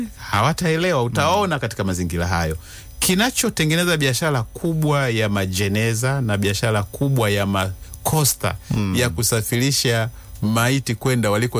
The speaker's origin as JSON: {"language": "Swahili", "region": "Mara", "country": "Tanzania", "tie": "born there", "said": "Ya kwamba kama mimi nimezaliwa mkoa wa Mara, ndiko kitovu changu kilikokatwa."}